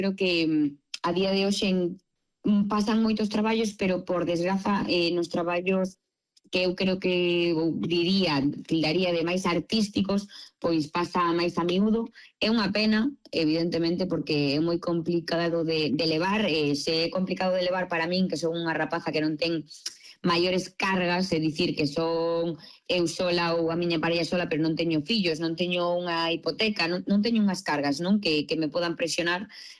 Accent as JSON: {"language": "Galician", "town": "Vigo", "region": "Galicia", "country": "Spain", "said": "Pois mira, aproveitando que son de Vigo"}